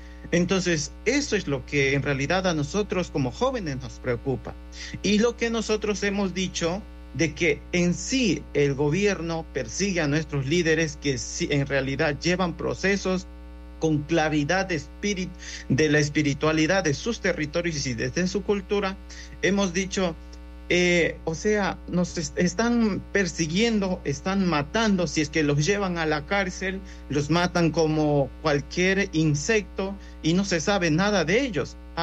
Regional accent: Orellana, Ecuador; Bueno, en sí yo vengo de la provincia de Orellana, perteneciente a la parroquia de Ayuma de la comunidad Shuarzaquim.

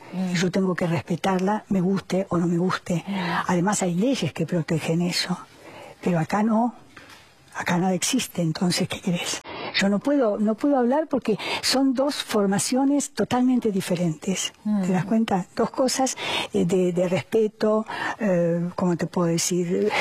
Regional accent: Cuba; Yo soy cubano, soy abogado

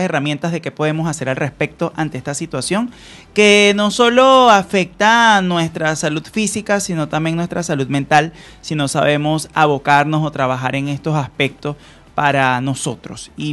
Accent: Venezuela

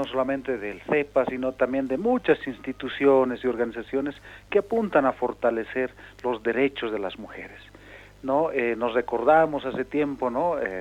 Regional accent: Corque, Oruro, Bolivia; mi comunidad. Yo soy de Corque también

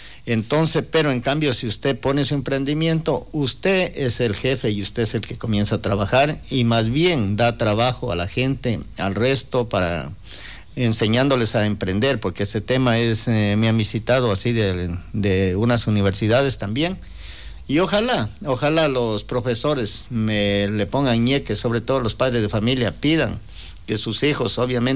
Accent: Loja, Ecuador; born there; moved away; Mi tierra Loja es una tierra, es una belleza.

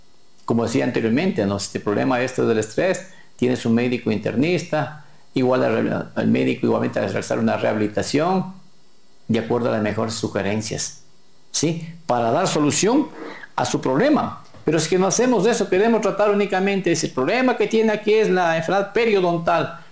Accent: Ecuador; en mi país, Ecuador, es el país más lindo para los feriados

